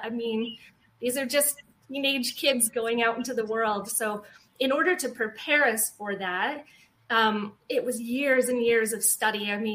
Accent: American Fork, Utah, United States; It was called American Fork. I don't know if people are familiar with Brigham Young University. It's a very kind of well-known Mormon university. I lived really close to there.

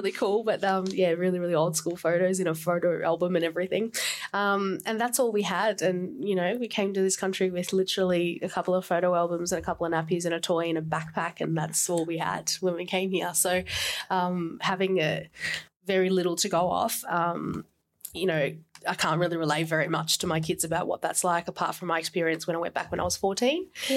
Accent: El Salvador; now in Australia; There's a lot of us here, and there's just this immense pride for where we come from, where our roots are, but also how we are all Australian as well.

